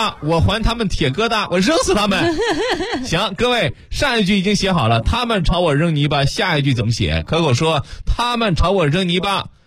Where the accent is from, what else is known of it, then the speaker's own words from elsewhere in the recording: Xuzhou, Jiangsu, China; 我们徐州人